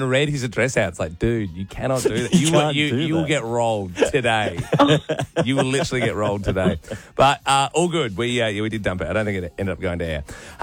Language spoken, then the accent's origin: English; South Australia, Australia; We're South Australian.